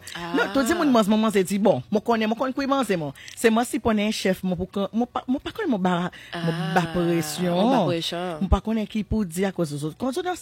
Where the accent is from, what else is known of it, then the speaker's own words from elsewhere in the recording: Mauritius; accent: Mauritian; Pas faire mon accent Mauricien là hein.